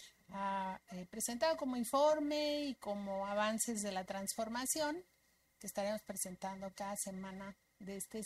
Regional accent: Mexico

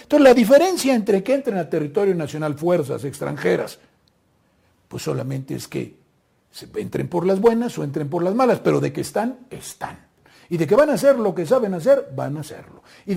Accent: Mexico

